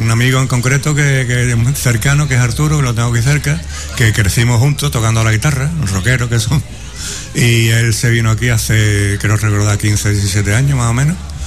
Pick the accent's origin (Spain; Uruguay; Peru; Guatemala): Spain; Seville, Andalusia; now in Alanís, Spain; Yo soy de Sevilla, pero mi padre era de Constantina.